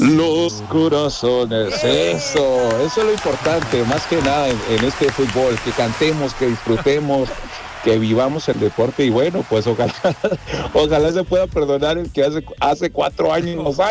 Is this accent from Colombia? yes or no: no; Mexico; los mexicanos somos chingones, como dirían acá